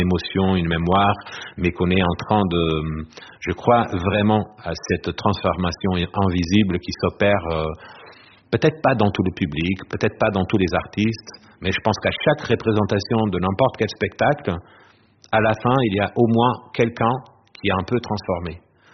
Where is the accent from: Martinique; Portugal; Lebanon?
Portugal; now in France; en tant que Portugais